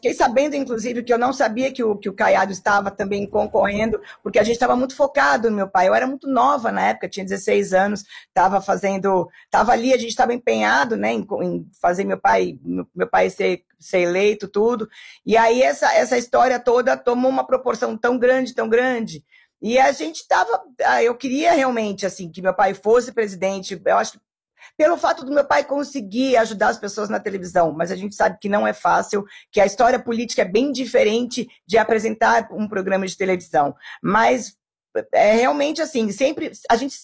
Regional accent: Brazil; Eu, como brasileira também, como vivo na população, que acredito na política

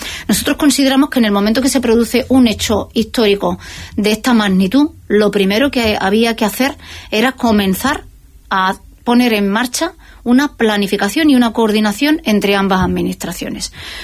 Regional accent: Ceuta, Spain; Los ceutíes, que no hemos tenido vacaciones

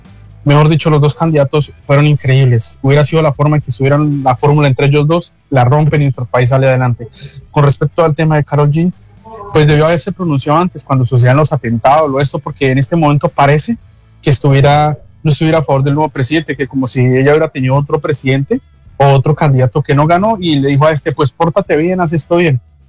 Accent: Colombia; Somos muchos colombianos que lo escuchamos en el exterior.

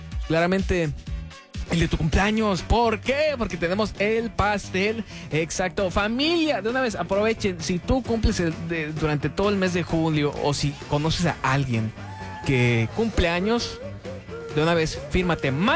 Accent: Mexico; yo soy mexicano 100%.

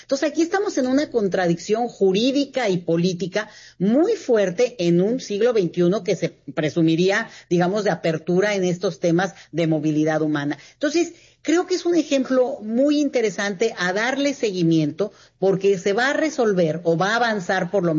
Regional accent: Mexico; y nos incluye como mexicanos, el país de más inmigración migratoria del planeta

